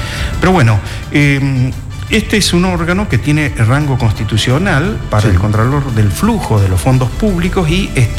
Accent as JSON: {"language": "Spanish", "region": "Córdoba", "country": "Argentina", "tie": "born or raised there", "moved": "yes", "lives_now": "Chaco, Argentina", "said": "Yo soy nacido en Córdoba, pero a esta altura, siempre lo digo, tengo más de Chaco que de mi patria chica."}